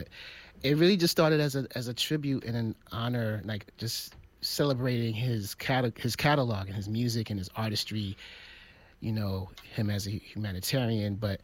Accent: New York City, New York, United States; I am Brooklyn born.

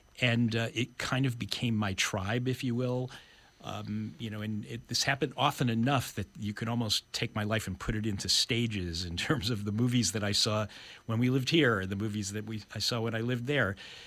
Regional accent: North Carolina, United States; born there; also born or lived in Bronx / Chicago / Paramus, New Jersey; I was born in North Carolina when my dad was in the Marines. Then we moved to the Bronx. Then we moved to the south side of Chicago. Then we moved to the northern suburbs of Chicago. Then we moved to Paramus, New Jersey.

